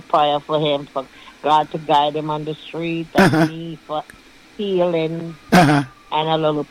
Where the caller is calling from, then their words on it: New York City, New York, United States; I'm calling from Brooklyn.